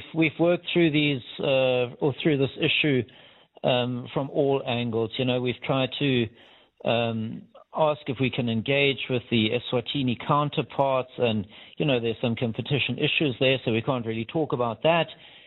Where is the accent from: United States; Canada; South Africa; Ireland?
South Africa; that's I guess the problem that we have as South African growers